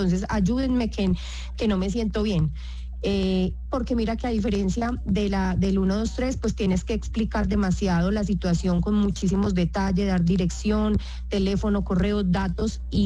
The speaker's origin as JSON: {"language": "Spanish", "town": "Medellín", "region": "Antioquia", "country": "Colombia", "said": "Yo soy de Medellín. Yo soy de Medellín, pero al empezar el recorrido por los diferentes municipios de Antioquia, empezamos en La Ceja."}